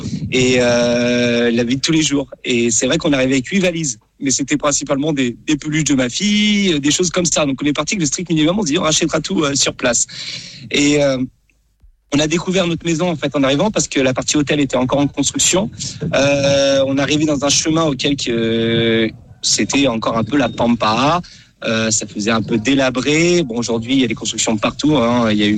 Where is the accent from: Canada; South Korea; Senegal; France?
France; Nantes, Pays de la Loire; moved away as an adult; now in Bali, Indonesia; Moi, je suis nantais de base, donc j'avais peur de manquer un peu de la vie de tous les jours.